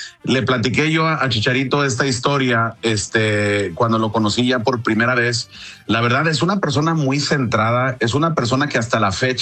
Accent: Mexico; cuando hay un mexicano que está dando de qué hablar, yo siempre lo tomo como que tenemos que apoyarlo como mexicanos.

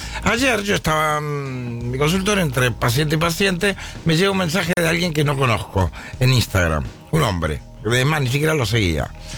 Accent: Argentina

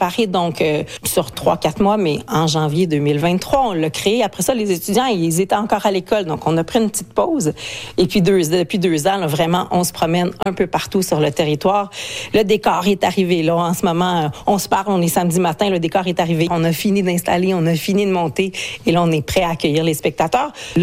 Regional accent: Ontario, Canada; first language French; moi j'ai grandi en Ontario francophone

